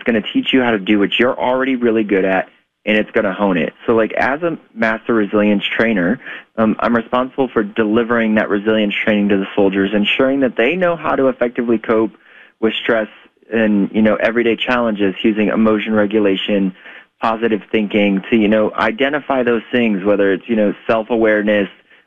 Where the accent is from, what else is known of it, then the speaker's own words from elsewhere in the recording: Ohio, United States; So, you know, growing up in Northern Ohio, I spent a lot of time working with my aunt, the Salvation Army.